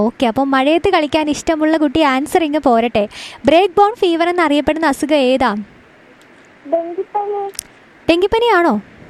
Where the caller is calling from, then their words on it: Puthur, Kerala, India; പുത്തൂരിൽ നിന്ന്.